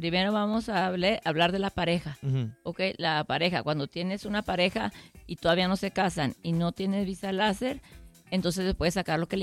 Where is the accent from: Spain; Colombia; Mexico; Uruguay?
Mexico; now in El Paso, United States; yo tuve mis hijos aquí cuando era mexicana. Bueno, con Max ya era residente, pero cuando tuve al grande, yo estaba viviendo aquí. Ahorita no me van a decir nada, ya soy americana.